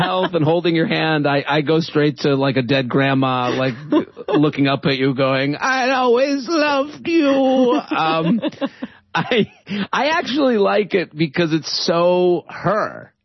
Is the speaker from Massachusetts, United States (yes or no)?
yes; Needham, Massachusetts, United States; I'm from Needham. So it's like cool to hear like all the, you know, 617 numbers and BU and all that stuff.